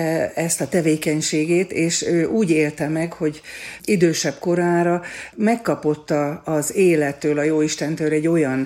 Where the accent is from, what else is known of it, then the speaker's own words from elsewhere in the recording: Upper Hungary, Slovakia; mi mind a ketten Felvidékről származunk. Ott születtünk, ott éltünk a 18 éves korunkig, ott érettségiztünk